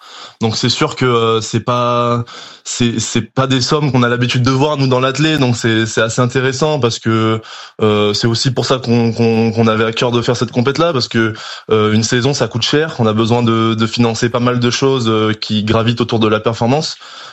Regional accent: Martinique; J'ai décidé de rentrer chez moi en Martinique, me reposer un peu, me ressourcer, un peu en off, quoi.

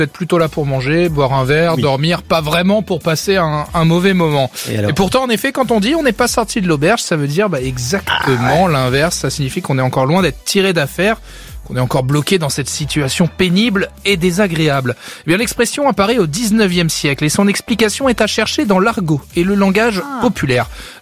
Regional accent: France; Mais chez nous en France, cette expression peut s'utiliser dans absolument toutes les situations.

